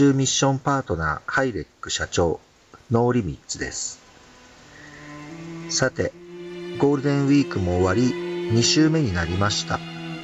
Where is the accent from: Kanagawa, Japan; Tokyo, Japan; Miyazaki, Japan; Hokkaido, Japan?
Hokkaido, Japan; Sapporo; 地元札幌の友人たちと遊んでました。